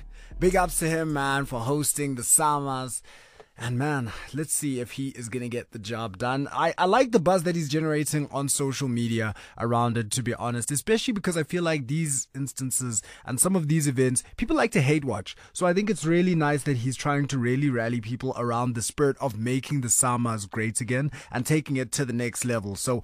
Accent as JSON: {"language": "English", "region": "Eastern Cape", "country": "South Africa", "tie": "born or raised there", "said": "It's all the tracks that make me think about my days growing up in Eastern Cape"}